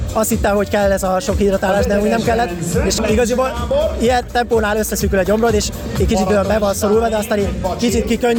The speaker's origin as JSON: {"language": "Hungarian", "country": "Hungary", "said": "legalább magyarként sikerült behozni"}